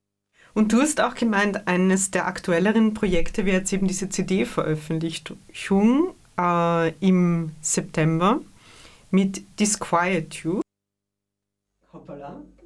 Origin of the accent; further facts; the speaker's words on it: Burgenland, Austria; ich bin aus dem Burgenland